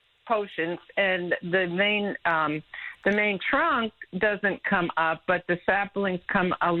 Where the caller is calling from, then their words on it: Texas, United States; I'm kind of bordering the hill country near Leon Springs.